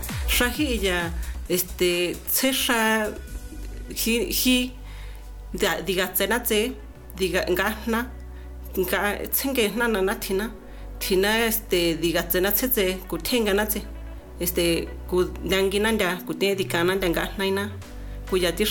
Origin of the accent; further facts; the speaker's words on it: San Marcos Tlacoyalco, Puebla, Mexico; Soy de San Marcos Tlacoyalco.